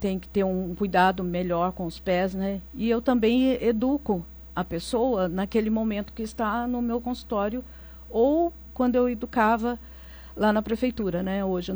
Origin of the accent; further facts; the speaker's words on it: Roseira, São Paulo, Brazil; Eu sou de Roseira.